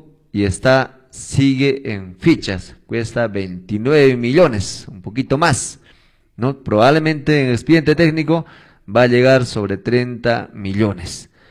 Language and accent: Spanish; Cusco, Peru; de nuestro gobierno regional que nos corresponde a los chumbilcanos por derecho, hermanos, porque somos cusqueños.